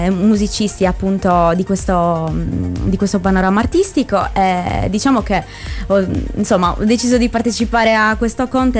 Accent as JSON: {"language": "Italian", "town": "Quartu Sant'Elena", "region": "Sardinia", "country": "Italy", "said": "ho 26 anni, vengo da Quarto Sant'Elena."}